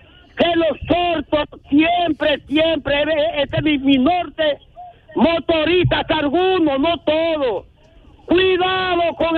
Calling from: Duvergé, Independencia, Dominican Republic; algunos motoristas de mi pueblo, Duvergé

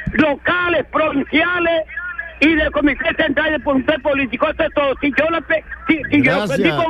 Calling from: Duvergé, Independencia, Dominican Republic

